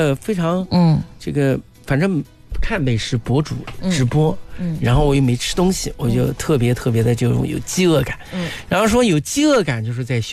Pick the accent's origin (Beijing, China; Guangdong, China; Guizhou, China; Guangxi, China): Beijing, China; accent: Beijing dialect; 我们用北京土话说